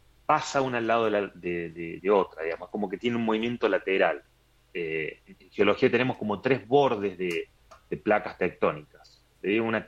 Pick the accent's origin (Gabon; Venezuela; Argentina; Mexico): Argentina; Córdoba; moved away as an adult; now in Mendoza, Argentina; Yo soy de Córdoba, pero hace 11 años estoy acá en Mendoza